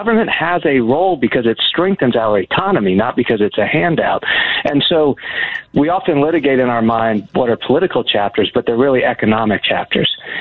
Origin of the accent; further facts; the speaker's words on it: Miami, Florida, United States; Yeah, I grew up in Miami during the Mariel boat lift when we rounded up Cuban refugees and we put them in the Orange Bowl behind a chain link fence.